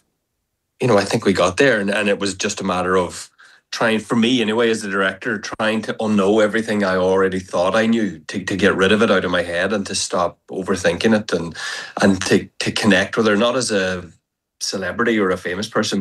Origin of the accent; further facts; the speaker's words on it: Ireland; I'm Irish